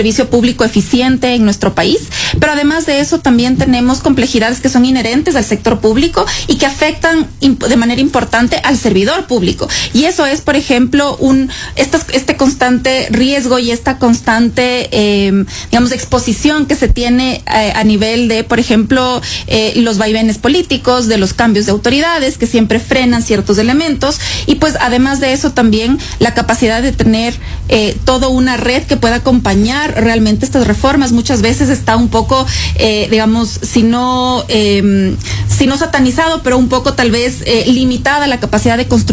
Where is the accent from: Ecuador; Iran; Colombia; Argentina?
Ecuador